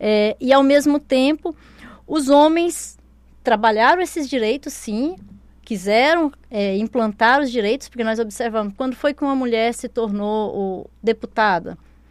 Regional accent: Rondônia, Brazil; born or raised there; moved away as an adult; also born or lived in Goiânia; now in Roraima, Brazil

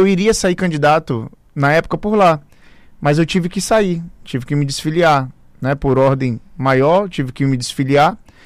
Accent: Roraima, Brazil; Eu me sinto, assim, como roraimense também, que sou roraimense

